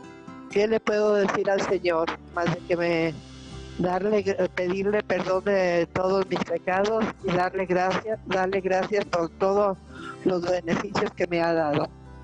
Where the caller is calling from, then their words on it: San Miguel el Alto, Jalisco, Mexico; De Miguel el Alto, Jalisco, México.